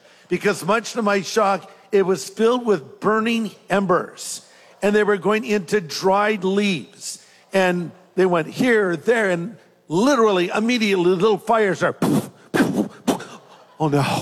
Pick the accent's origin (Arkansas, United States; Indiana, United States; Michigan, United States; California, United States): California, United States; Well, listen, I'm from California, okay? So I said, honestly, I hate to admit this. I don't know how to build a fire.